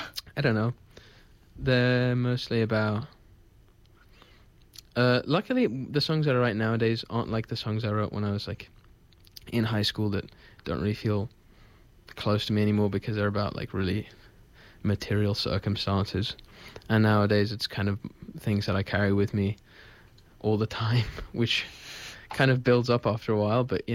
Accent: London, United Kingdom; now in New York, United States; Well, I grew up in London, but my family's from Italy

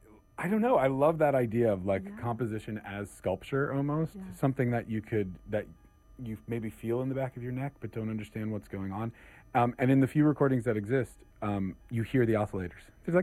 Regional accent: New York, United States; Feldman being a New Yorker too

